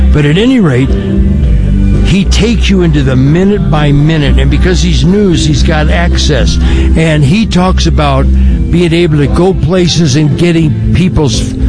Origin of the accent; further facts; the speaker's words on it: Pacific Palisades, California, United States; I was raised in Pacific Palisades, California, and the fire that went through there, when I grew up there, it had about 1,000 homes.